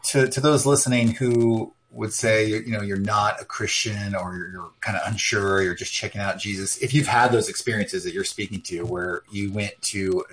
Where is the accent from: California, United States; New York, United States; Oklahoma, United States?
California, United States